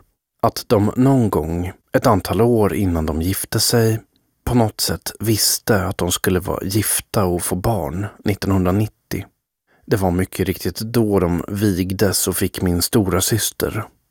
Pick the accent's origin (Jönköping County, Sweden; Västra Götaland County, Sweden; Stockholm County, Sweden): Stockholm County, Sweden; Stockholm; born there; Sen flyttade de till Stockholm där de fick barn. Jag, min syster och vår lillebror.